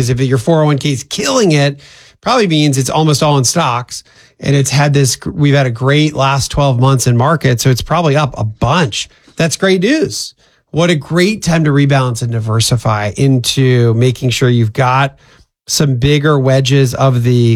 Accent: Pennsylvania, United States; I'm from Pennsylvania

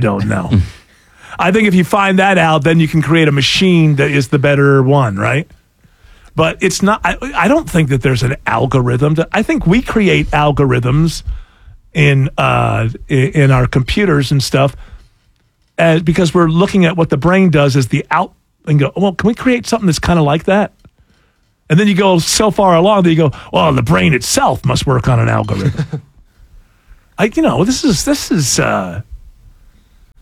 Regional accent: New York, United States; I mean, I come from Western New York, and I don't even sound like that.

